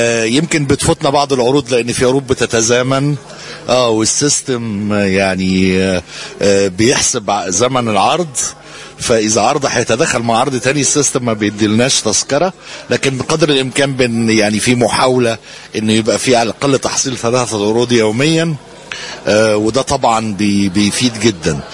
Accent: Upper Egypt, Egypt; وأنا أصلا جنوبي، يعني أصولي جنوبية

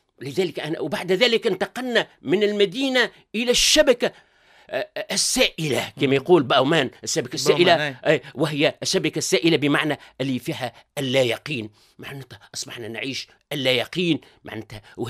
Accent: Kasserine Governorate, Tunisia; born there; moved away

